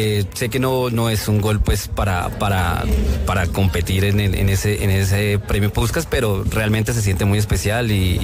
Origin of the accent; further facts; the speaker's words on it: Colombia; yo creo que como muchos colombianos, fue un sueño, digamos, ha sido un sueño, digamos, jugar fútbol